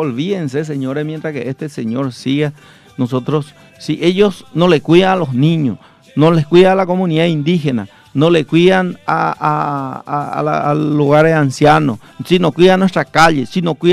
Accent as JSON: {"language": "Spanish", "town": "Pedro Juan Caballero", "region": "Amambay", "country": "Paraguay", "said": "yo hablo como Pedro Juanino"}